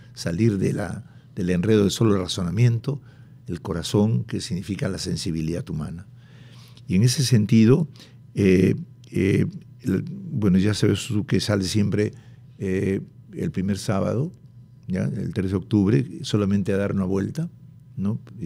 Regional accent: Peru; nosotros, como peruanos, creyentes

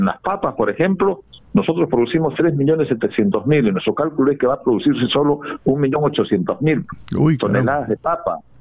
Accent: Camaná, Arequipa, Peru; Yo soy de Arequipa

